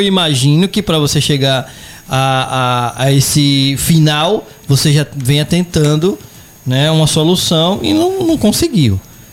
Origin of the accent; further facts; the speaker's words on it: Penedo, Alagoas, Brazil; Há muito tempo eu cresci tendo ônibus em Penedo.